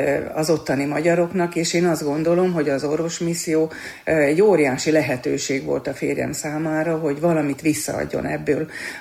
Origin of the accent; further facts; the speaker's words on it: Slovakia; moved away as an adult; now in Hungary; mi mind a ketten Felvidékről származunk. Ott születtünk, ott éltünk a 18 éves korunkig, ott érettségiztünk